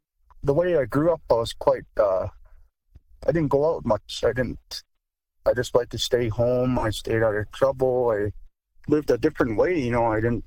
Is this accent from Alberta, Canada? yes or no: yes; Alberta, Canada; I'm from the Blood Tribe, and I come from Small Blankets or Small Robes clan. But I'm not fluent, but I know some Blackfoot.